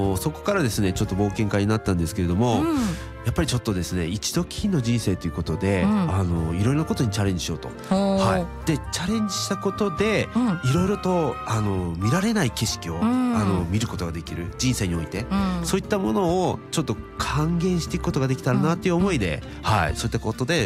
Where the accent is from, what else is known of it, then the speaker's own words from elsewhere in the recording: Hokkaido, Japan; 北海道人なんで